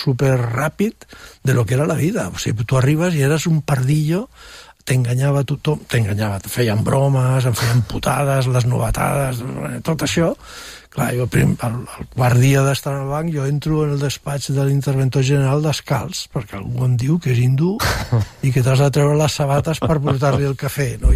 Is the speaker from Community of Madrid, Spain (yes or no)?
no; Catalonia, Spain; born there; jo començo a treballar als 14 anys, que és quan es començava a treballar aleshores, sí, en el meu barri, no a l'Eixample.